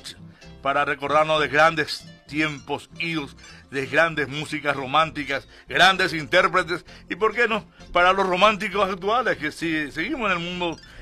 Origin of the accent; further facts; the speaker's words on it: Paraguay; Yo, siendo aborigen, siempre apuesto a Olimpia y a Cerro cuando van a las copas internacionales, porque soy paraguayo, me gusta el folclore